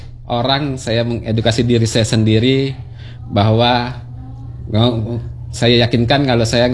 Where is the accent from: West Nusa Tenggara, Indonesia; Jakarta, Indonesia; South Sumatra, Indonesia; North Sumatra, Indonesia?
South Sumatra, Indonesia; Palembang; saya juga orang Palembang, anak istri saya orang Jawa